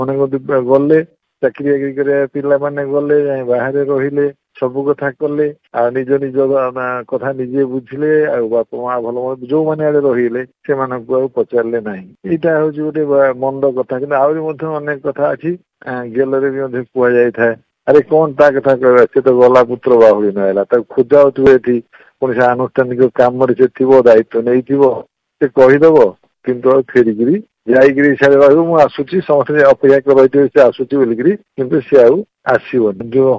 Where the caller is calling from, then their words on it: Cuttack, Odisha, India; ମୁଁ କଟକରୁ କହୁଛି।